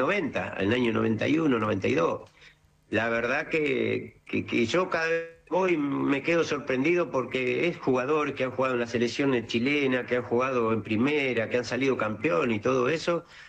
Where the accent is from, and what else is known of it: Argentina